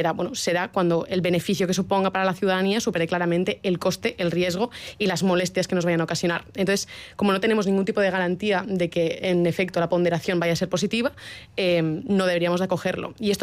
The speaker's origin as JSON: {"language": "Spanish", "town": "San Sebastián", "region": "Basque Country", "country": "Spain", "said": "Pues mirad, yo soy donostiarra y cada vez que escucho la posibilidad de que el Mundial venga a Donosti me echo a temblar"}